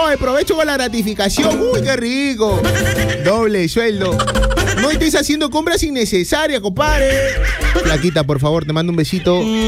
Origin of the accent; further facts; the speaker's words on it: Callao, Peru; Somos vecinos, somos de Callao.